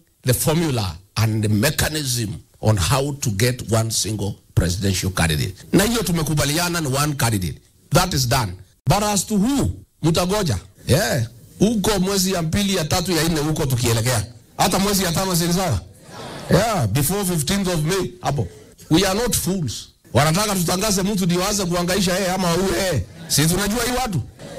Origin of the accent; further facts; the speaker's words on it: Kenya; born there; Pahali mimi nilizaliwa hapa, pahali naitwa Herega, nyumba ya nyasi. Tulikuwa tunalala hapo na kondoo. Hakuna choo, hakuna maji, hakuna stima.